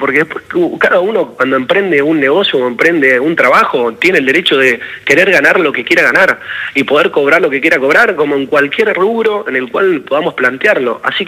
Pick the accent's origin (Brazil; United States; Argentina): Argentina; nosotros como argentinos, o luego mismo los atletas argentinos